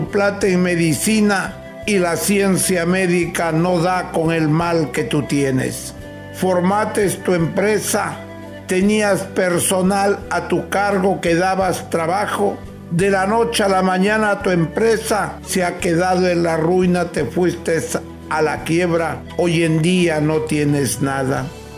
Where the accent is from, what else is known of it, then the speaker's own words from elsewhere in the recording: northern Peru, Peru; como buen norteño que soy.